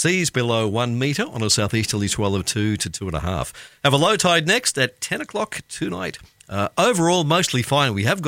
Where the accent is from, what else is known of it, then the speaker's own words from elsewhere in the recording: Queensland, Australia; now in Hunter, Australia; Now, I am from Queensland. I'm only a Queenslander on three selective weeks of the year.